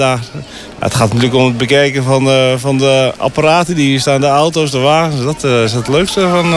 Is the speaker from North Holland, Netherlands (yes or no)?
yes; Assendelft, North Holland, Netherlands; Nou, we komen uit Assendelft eigenlijk.